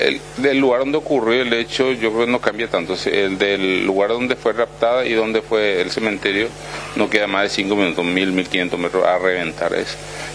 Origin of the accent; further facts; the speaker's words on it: Ciudad Ayala, Morelos, Mexico; Yo soy de Ayala.